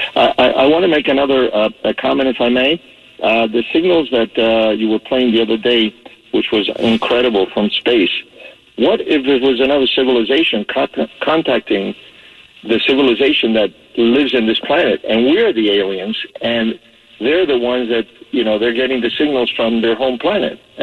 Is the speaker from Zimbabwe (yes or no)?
no; Argentina; now in Florida, United States; I'm originally from Argentina